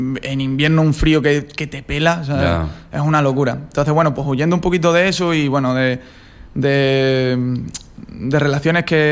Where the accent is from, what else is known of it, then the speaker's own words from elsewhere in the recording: Mérida, Extremadura, Spain; moved away as an adult; now in Lanzarote, Spain; Yo vengo de Extremadura, en Mérida, uh-huh. Pecho lata, romano.